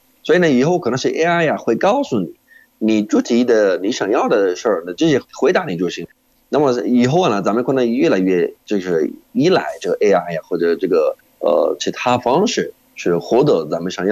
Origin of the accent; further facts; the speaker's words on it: Jordan; Chinese is a second language; 我是来自约旦的